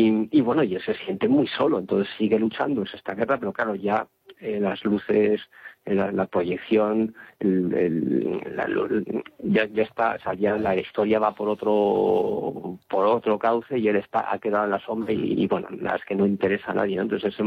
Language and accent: Spanish; Spain; Pero bueno, como españoles sabemos que la leyenda negra tiene una sombra muy alargada.